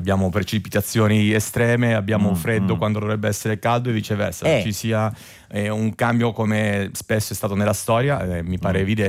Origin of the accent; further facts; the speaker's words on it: San Benedetto del Tronto, Marche, Italy; San Benedetto del Tronto, facciamo un po' di pubblicità, che è la mia città natale, e vado là tutte le estati banalmente